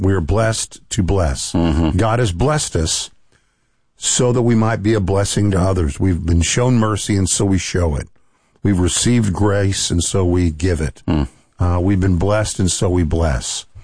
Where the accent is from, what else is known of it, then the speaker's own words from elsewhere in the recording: Texas, United States; Gavin Newsom bought billboard space in my home state of Texas